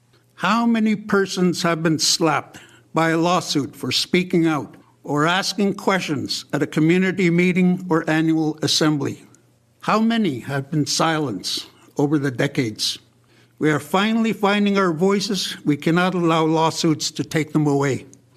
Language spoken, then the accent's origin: English; Tsiigehtchic, Northwest Territories, Canada; I'm from Siketchik.